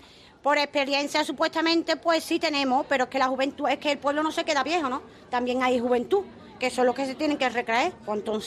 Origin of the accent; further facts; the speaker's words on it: Écija, Andalusia, Spain; yo he nacido aquí, me voy a quedar aquí